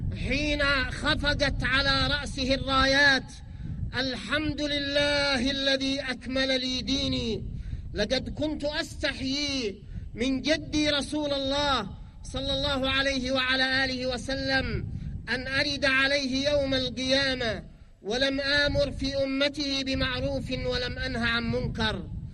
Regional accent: Yemen; ونحن كشعب يمني مؤمن معنيون بأن نتحرك لنتصدى لأعدائنا

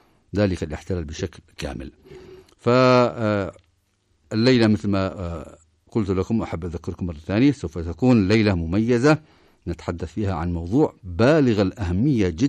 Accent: Yemen; بلدتنا اليمنية الطاهرة

